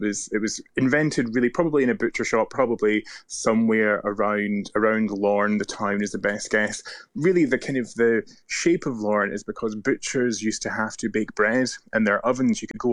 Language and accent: English; Scotland, United Kingdom